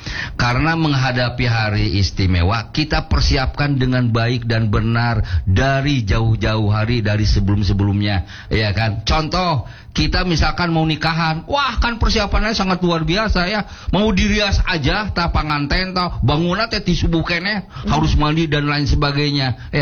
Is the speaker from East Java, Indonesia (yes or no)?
no; Subang, West Java, Indonesia; also born or lived in Bandung; Dulu saya waktu SMP sekolah di Subang, Pak Kasmo di Kecamatan Jalan Cagak, di SMP Jalan Cagak. Karena orang tua saya pada saat itu bekerja di perkebunan Ciater.